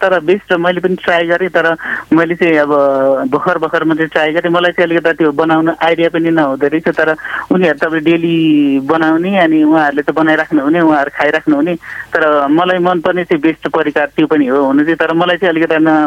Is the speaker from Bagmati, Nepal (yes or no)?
yes; Sindhuli, Bagmati, Nepal; moved away; also born or lived in Kathmandu; मेरो गाउँमा पनि अब सिन्धुलीमा